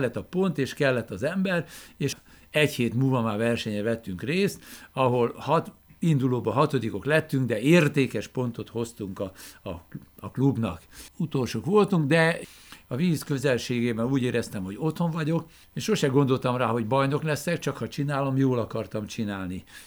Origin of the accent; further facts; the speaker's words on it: Budapest, Hungary; 1953-ban születtem Budapesten, Angyalföldön. A szüleim a Szlovákiából áttelepített emberek. A édesanyám Pozsony mellől Liget Újfaluról származik